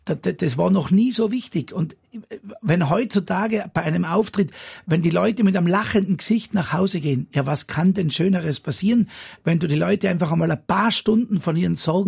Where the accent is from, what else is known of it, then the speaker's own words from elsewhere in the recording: Ried im Zillertal, Tyrol, Austria; Einen Höhepunkt im Zillertal, das ist morgen und übermorgen.